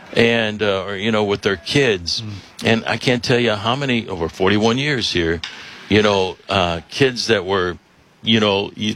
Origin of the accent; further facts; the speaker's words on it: Chicago, Illinois, United States; now in Seattle, United States; I grew up in Chicago, but Seattle has been my home, you know, for 41 seasons.